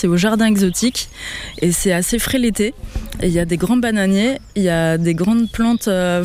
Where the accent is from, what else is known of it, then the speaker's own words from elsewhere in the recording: France; also born or lived in Toulouse; now in Montpellier, France; j'ai grandi à la campagne, j'ai eu cette chance-là. J'ai grandi dans le Marais Poitevin